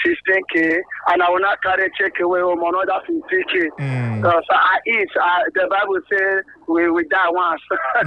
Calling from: Benin City, Edo, Nigeria; Yeah, I'm calling from Benin City, Isiolo.

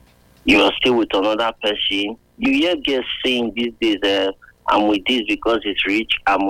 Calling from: Benin City, Edo, Nigeria; I'm calling you from Benin.

